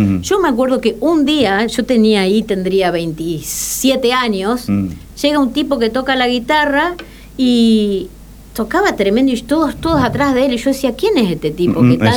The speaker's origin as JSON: {"language": "Spanish", "town": "Rafaela", "region": "Santa Fe", "country": "Argentina", "tie": "born there", "moved": "yes", "said": "desde el lugar donde salió, donde me parieron mis padres, mi tierra, mi Rafaela natal."}